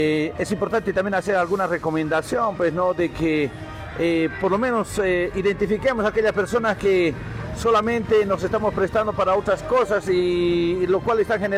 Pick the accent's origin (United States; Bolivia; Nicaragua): Bolivia; Con la esperanza como bolivianos